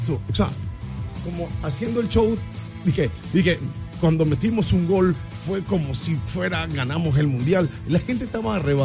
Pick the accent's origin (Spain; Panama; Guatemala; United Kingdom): Panama; Yo soy panameño